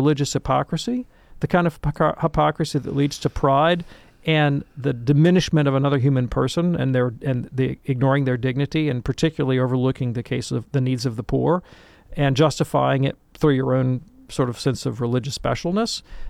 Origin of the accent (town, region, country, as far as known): Alabama, United States